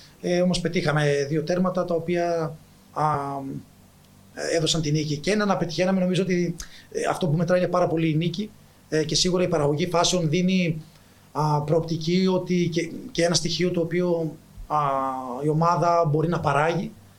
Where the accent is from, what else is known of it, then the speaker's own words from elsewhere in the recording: Northern Greece, Greece; αν και εγώ είμαι από την Βόρεια Ελλάδα